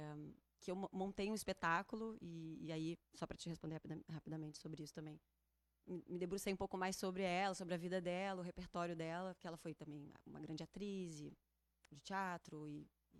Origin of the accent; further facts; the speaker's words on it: Rio Grande do Sul, Brazil; eu vim do Rio Grande do Sul, os nossos encontros sempre tinha muito